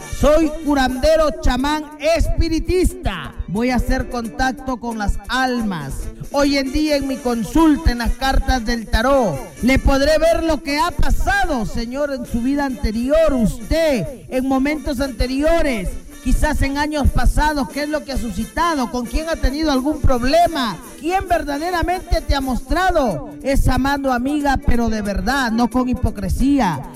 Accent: Salas, Lambayeque, Peru; Yo vengo desde Salas, Chiclayo, norteño a pura cepa, orgullo peruano, señor.

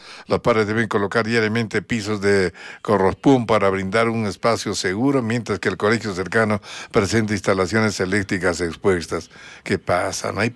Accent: Arequipa, Peru; nuestra región. Hablo de Arequipa, porque esto está aquí en Arequipa

